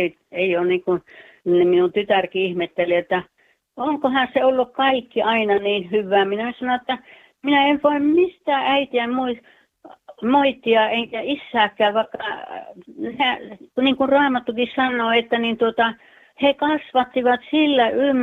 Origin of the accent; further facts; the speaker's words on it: Juuka, North Karelia, Finland; Sieltä Pohjois-Karjalasta Juuasta.